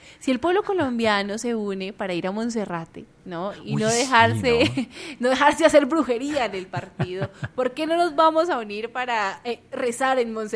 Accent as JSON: {"language": "Spanish", "country": "Argentina", "accent": "Argentine", "said": "¿De mi acento argentino?"}